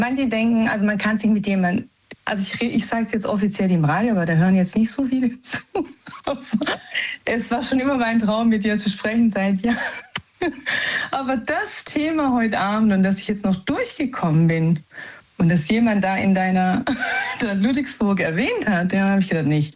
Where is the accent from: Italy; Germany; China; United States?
Italy; Naples, Campania; Also wir sind Frankreich-Fan, aber wir sind eigentlich Italiener, also aus Neapel, wir stammen aus Neapel.